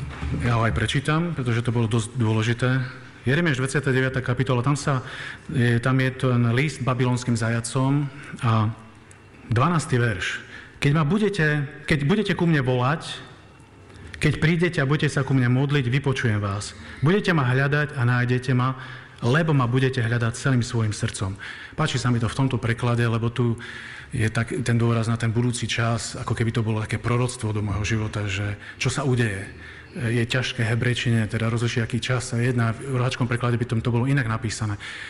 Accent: Spišská Nová Ves, Košice Region, Slovakia; born there; narodil som sa v Spiskej Novej Vsi, narodil som sa v rodine, kde nás vychovávali naozaj dobre

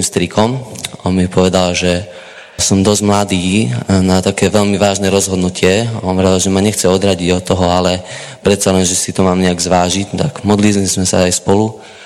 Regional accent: Komárno, Nitra Region, Slovakia; ja som vyrastal vlastne v kresťanskej rodine v Komárne

